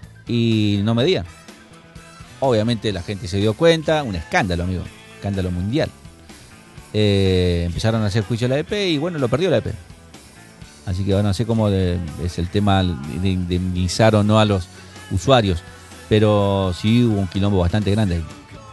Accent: Santa Fe, Argentina; somos santafesinos de segunda categoría. Nosotros acá en el norte tenemos un montón de dificultades básicas

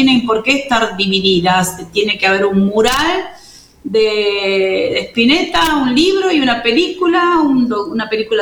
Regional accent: Santiago del Estero, Argentina; also born or lived in Patagonia / Santa Fe / Buenos Aires; now in Unquillo, Argentina; Les cuento que yo nací en la Patagonia, pero me crié un poco en Santiago. Viví 3 años en Santa Fe.

